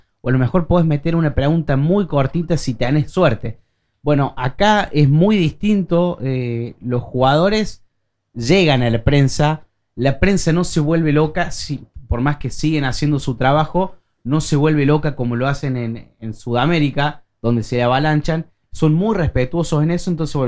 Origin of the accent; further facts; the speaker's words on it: Río Cuarto, Córdoba, Argentina; moved away as an adult; now in Oslo, Norway; también para los que no me conocen, periodista deportivo, vengo de Río Cuarto, Córdoba, llegué acá a Oslo hace 3 años. Como todo argentino